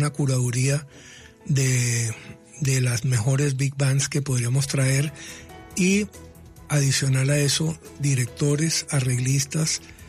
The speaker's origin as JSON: {"language": "Spanish", "town": "Barranquilla", "region": "Atlántico", "country": "Colombia", "tie": "born or raised there", "said": "Bueno, te digo, yo nací y crecí hasta edad juvenil en Barranquilla."}